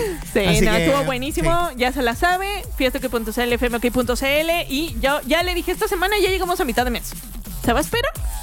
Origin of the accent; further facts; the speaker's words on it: Mexico; Además tengo familia ya, como buena mexicana.